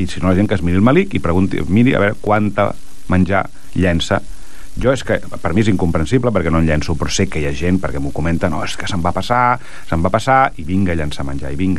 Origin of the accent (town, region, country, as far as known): Vilassar de Mar, Catalonia, Spain